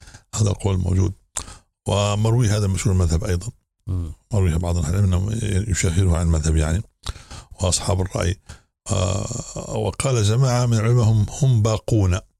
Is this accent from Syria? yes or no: no; Libya; عندنا في ليبيا